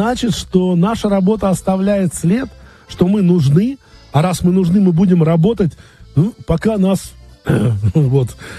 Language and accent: Russian; Budyonnovsk, Stavropol Krai, Russia; террористы захватили большое количество, практически больше 2000 заложников в городе Буденновске, в моем родном городе.